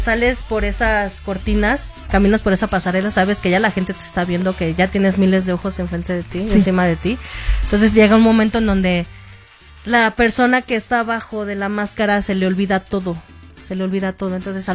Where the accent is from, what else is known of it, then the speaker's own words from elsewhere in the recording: Mexico; uno como mexicano